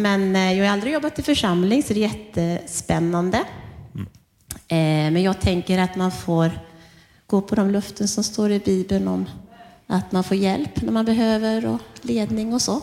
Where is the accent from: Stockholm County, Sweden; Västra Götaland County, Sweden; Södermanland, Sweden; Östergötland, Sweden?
Västra Götaland County, Sweden; moved away as an adult; Jag är uppvuxen på Körn i en liten församling som var en utbåtsförsamling till mina församling i Göteborg.